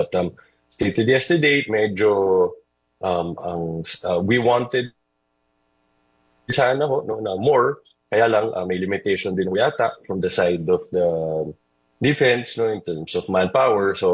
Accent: Central Luzon, Philippines; Hindi ho. Sa Pampanga side ho tayo.

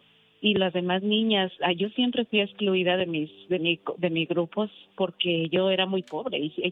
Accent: Durango, Mexico; now in Washington, United States; yo regresé a Durango hace 10 años, fui a Durango, a mi tierra

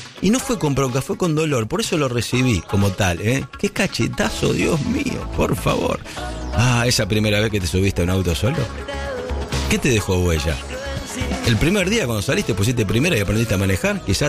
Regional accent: Argentina; Bueno, vos sabés que nosotros como argentinos hemos inventado un montón de cosas, ¿eh?

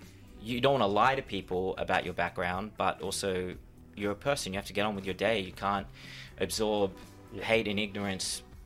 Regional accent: Australia; Cab sees me in the back, sees my face, and he says, where are you from? I say, I'm Australian.

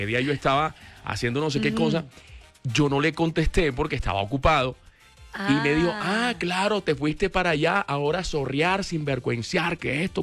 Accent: Barranquilla, Atlántico, Colombia; moved away; Cuando me vine de Barranquilla... Me vine, pues, solo. Yo sí me vine yo. Me voy para mi capital, me voy a trabajar, voy a cumplir sueños

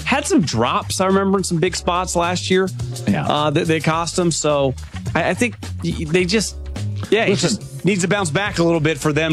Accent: West Coast, United States; I'm from the West Coast.

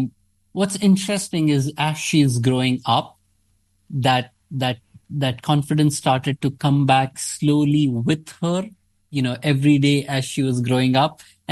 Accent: Maharashtra, India; now in Bangalore, India; I'm from Central India.

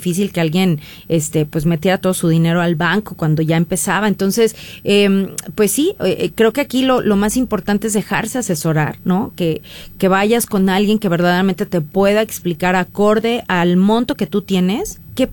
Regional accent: Mexico; como mexicanos, no tenemos una educación financiera

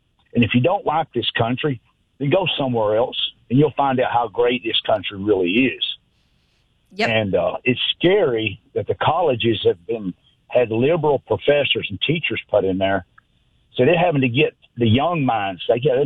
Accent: United States; born there; I'm born here. My family come here in 1678 from England and fought in the Revolutionary War to free this country.

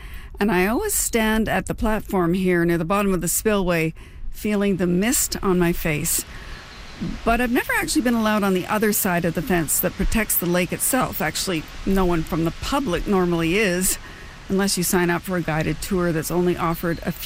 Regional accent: North Vancouver, British Columbia, Canada; And it's this lake, not far from where I grew up in North Vancouver.

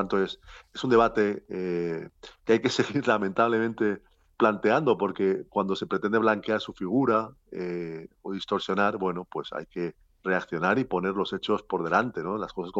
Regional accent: Novelda, Valencian Community, Spain; en Novela en mi pueblo

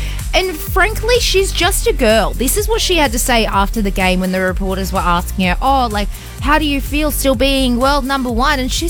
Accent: Australia; I'm half African American. So there is a little bit of a cultural connection there, but I'm Australian.

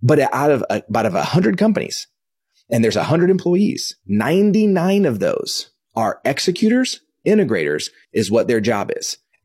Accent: Dallas, Texas, United States; born or raised there; also born or lived in Kansas

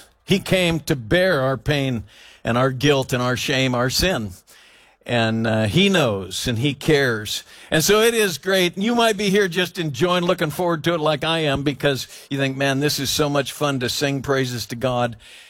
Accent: Oregon, United States; And I was born in Emmanuel Hospital, and I'm an Oregonian, and I love the beauty that we get to live in. And I grew up in the Willamette Valley

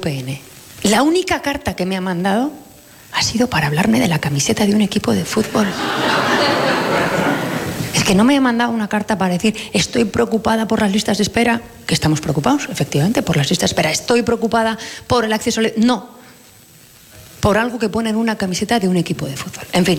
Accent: Navarre, Spain; Aprovecho a decir, mira, los navarros somos plurales, diversos, navarros que se sienten vascos, navarros que se sienten del mundo

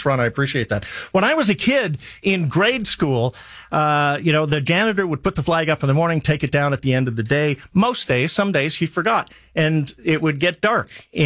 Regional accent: Canada; We're Canadians. We generally follo

